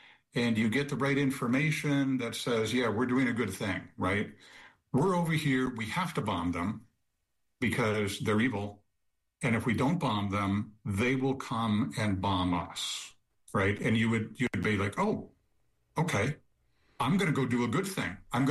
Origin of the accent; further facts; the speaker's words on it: Fridley, Minnesota, United States; I actually grew up in Fridley, Minnesota, a little suburb of Minneapolis.